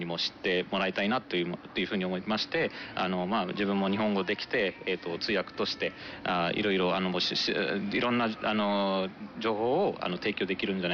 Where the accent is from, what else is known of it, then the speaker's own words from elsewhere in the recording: Western India, India; Japanese is a second language; moved away as an adult; now in Tokyo, Japan; 私は日本に来て3年を経ちます、西インド出身です、日本の大学を卒業して、今はあの東京でコンサルティングや翻訳の仕事をしています